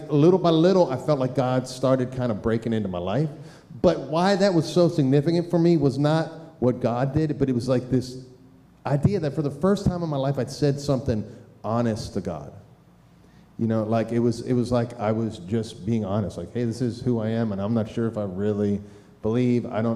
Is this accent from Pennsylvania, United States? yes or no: yes; Philadelphia, Pennsylvania, United States; I grew up in Philadelphia.